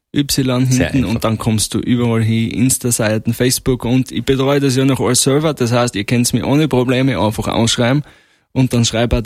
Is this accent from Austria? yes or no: yes; Mettersdorf, Styria, Austria; Mettersdorf bei Steins, Bezirk Deutschlandsberg. Da bin ich her, mein Heimatort.